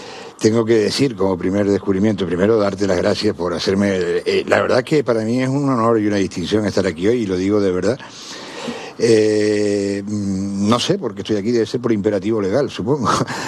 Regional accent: San Cristóbal de La Laguna, Canary Islands, Spain; born there; Yo nací en La Laguna, en la calle de Herradores.

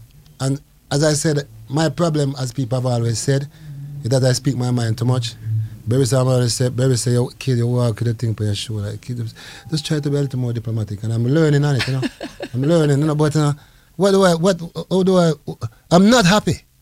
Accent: Montego Bay, Saint James, Jamaica; I'm from Montego Bay too, and she loves me and I love her.

